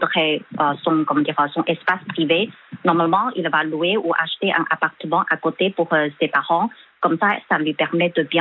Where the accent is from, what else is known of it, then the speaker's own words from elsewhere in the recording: China; French is a second language; Et tous ses parents, nous sommes chinois.